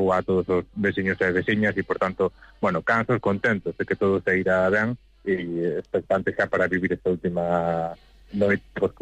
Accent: Rianxo, Galicia, Spain; os que somos de Rianxo, pois militamos na Guadalupe

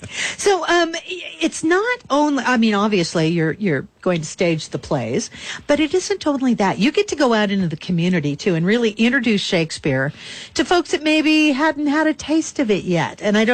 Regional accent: Oregon, United States; And I mean, I come from Oregon, so.

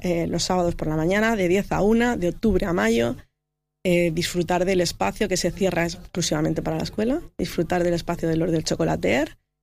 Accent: Elche, Valencian Community, Spain; sobre todo si somos de Elche, como también en mi caso.

